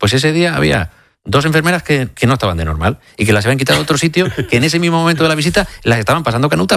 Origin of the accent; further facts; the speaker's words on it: Ceuta, Spain; somos nosotros los ceutíes los que hemos dicho